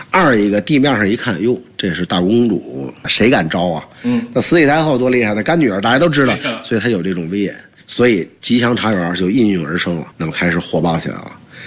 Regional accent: Beijing, China; 因为我从小我出生在朝阳门那小街儿，就在朝南宫酱油胡同

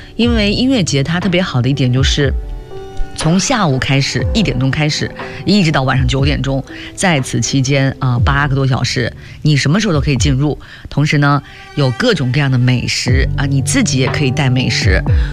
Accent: Northeast China, China

